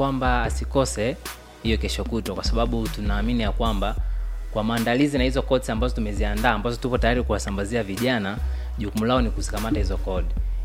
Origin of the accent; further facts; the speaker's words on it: Tanzania; sisi ni wa Tanzania.